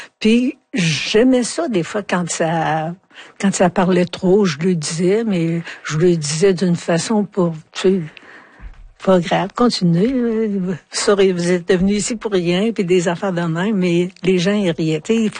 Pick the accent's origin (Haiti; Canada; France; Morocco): Canada; Quebec; je viens de l'Abitibi